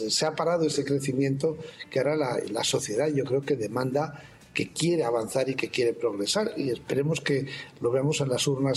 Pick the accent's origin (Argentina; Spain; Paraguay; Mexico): Spain; now in Peru; que soy español